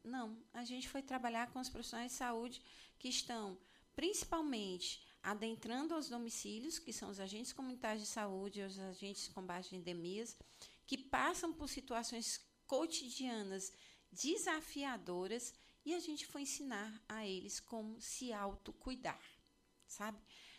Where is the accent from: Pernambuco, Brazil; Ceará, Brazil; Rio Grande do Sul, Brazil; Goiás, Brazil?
Ceará, Brazil; Fortaleza; born there; also born or lived in São Paulo; eu morava ali em Messejana na minha adolescência. E era fantástico. Eu vim, nasci em São Paulo, lá a gente não tinha esse hábito. Quando eu cheguei e vim morar aqui em Fortaleza